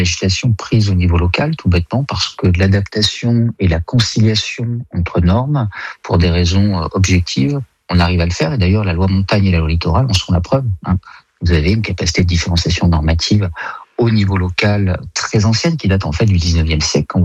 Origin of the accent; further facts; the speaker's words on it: Auvergne-Rhône-Alpes, France; Moi, je vous dis, je suis auvergnat, ma grand-mère parlait occitan